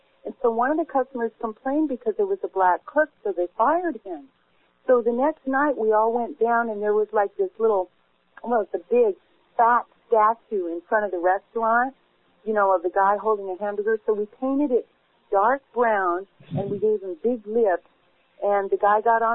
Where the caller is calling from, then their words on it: Kaanapali, Hawaii, United States; I'm calling from Kanapali, Maui.